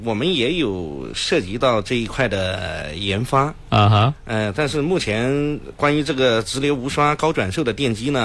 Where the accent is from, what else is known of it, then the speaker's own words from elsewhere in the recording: Anhui, China; 因为我找工作是因为我们安徽那边去的地方大部分是江浙沪